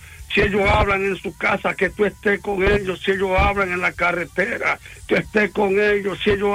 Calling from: La Romana, Dominican Republic; aquí en la Romana

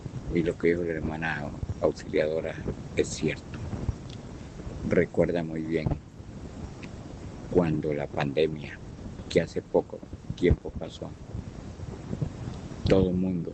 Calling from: Quepos, Puntarenas, Costa Rica; de aquí, Quepos.

